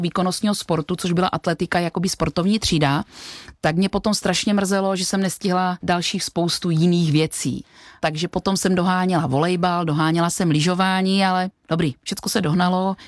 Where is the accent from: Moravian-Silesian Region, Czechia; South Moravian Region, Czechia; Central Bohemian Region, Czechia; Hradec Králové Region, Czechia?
South Moravian Region, Czechia; A já miluju přírodu, vodu, protože své dětství jsem strávila na Vranovské přehradě u Znojma, kde rodiče mé mámy měli chatu.